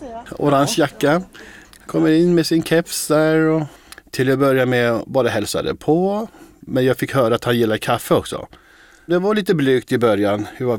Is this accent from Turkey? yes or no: yes; Eastern Turkey, Turkey; Där vi kommer, vi är assyrier från östra Turkiet.